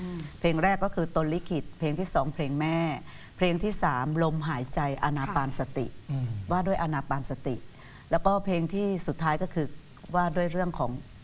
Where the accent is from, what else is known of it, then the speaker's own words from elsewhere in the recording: Isan, Thailand; แล้วเราเป็นคนอีสานเนาะ